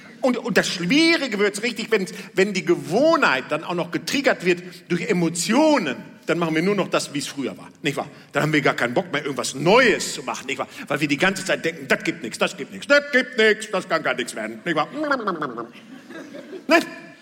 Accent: Bad Driburg, North Rhine-Westphalia, Germany; born there; Ich bin doch hier in der Ecke geboren. Einfach einmal da, halb da über den, ne? Bad Driburg. Einfach so. Ich bin einfach bei der Kartoffelernte in den Sand gefallen.

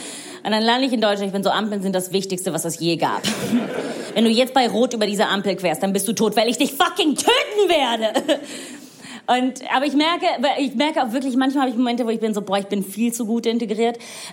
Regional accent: Rome, Lazio, Italy; German is a second language; moved away as an adult; also born or lived in New York; now in Berlin, Germany; ich bin in Rom aufgewachsen, ich bin Italienerin

